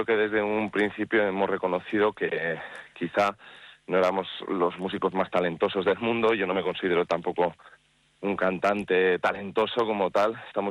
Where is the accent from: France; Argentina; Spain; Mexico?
Spain; Vitoria-Gasteiz, Basque Country; born there; also born or lived in Yécora; Yo soy nacido aquí en Gasteiz y, pues igual, en invierno estoy más en Gasteiz, en verano más en Yécora.